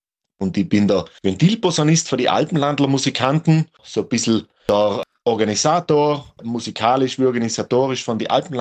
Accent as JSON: {"language": "German", "town": "Klobenstein", "region": "Trentino-Alto Adige", "country": "Italy", "tie": "born or raised there", "accent": "South Tyrolean", "said": "Ja, der Dialekt kommt aus Südtirol. Ich bin ein gebürtiger Ridner. Das ist ein bisschen oberhalb von Bozen, genauer gesagt in Klobenstein bin ich wohnhaft dort geboren."}